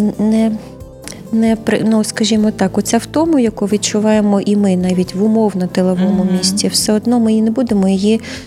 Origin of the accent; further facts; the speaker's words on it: Odesa, Odesa Oblast, Ukraine; я з Одеси, місто літератури